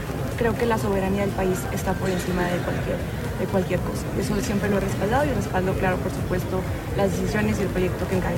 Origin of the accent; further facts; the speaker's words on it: Mexico; also born or lived in McAllen, Texas; Yo nací en Macal en Texas hace 30 años. Pero llevo toda mi vida viviendo aquí en México.